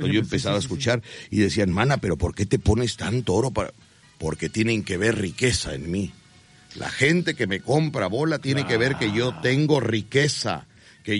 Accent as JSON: {"language": "Spanish", "region": "Veracruz", "country": "Mexico", "tie": "born or raised there", "said": "todos crecimos en la Huaca. Y entonces, fíjate que los que nacimos ahí"}